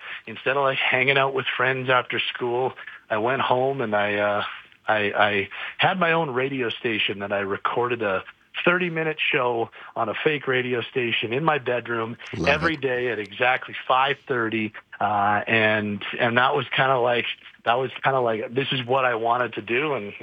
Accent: Calgary, Alberta, Canada; I'm born and raised in Calgary.

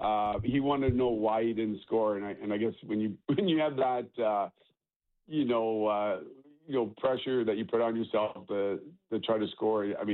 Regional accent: Kingston, Ontario, Canada; growing up in Kingston, obviously halfway between Toronto and Montreal, a lot of Leaf fans, a lot of Hab fans

